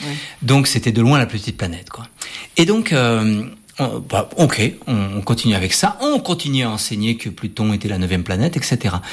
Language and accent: French; France; Mais bon, c'était sympa en tant que Français de participer à cette mission.